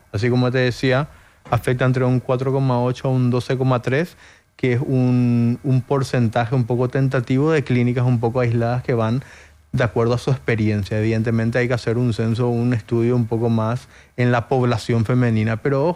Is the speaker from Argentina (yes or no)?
no; Paraguay; moved away